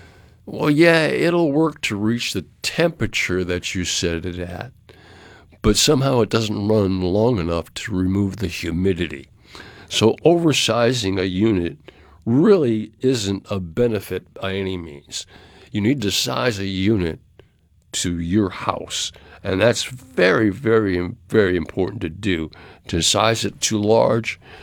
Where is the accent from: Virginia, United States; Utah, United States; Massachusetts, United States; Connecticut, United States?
Massachusetts, United States; Cape Cod; now in Mississippi, United States; I grew up on Cape Cod, Massachusetts. But I've been here for 40-plus years, probably longer than that.